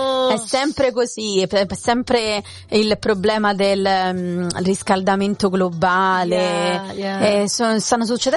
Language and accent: Italian; Torvaianica, Lazio, Italy; moved away; sempre da dove vengo io, Tor Vaianica, perché è sul mare